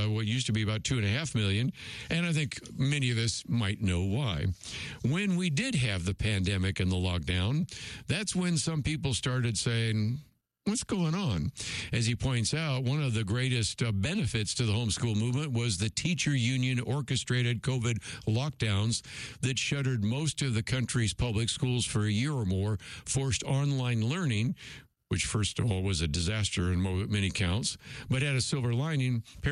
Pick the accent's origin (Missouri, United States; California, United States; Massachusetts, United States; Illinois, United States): California, United States; I grew up in the Bay Area, so I know this only so well